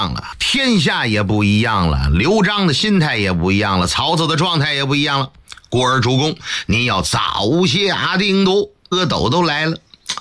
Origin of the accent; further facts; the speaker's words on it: Northeast China, China; 因为我的家乡在东北啊，想当初东三省很多像我这个年纪的孩子啊，祖辈上都有山东的血统，闯关东嘛啊。